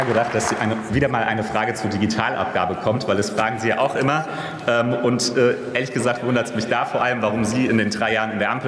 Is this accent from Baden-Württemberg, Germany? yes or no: no; Hanau, Hesse, Germany; In meiner Heimat, der Hanauer Anzeiger, ist die drittälteste Tageszeitung in Deutschland